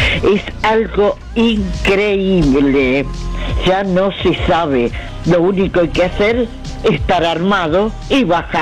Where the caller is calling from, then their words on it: Argentina; Yo soy de Barrio Nueva Roma, de calle Chile.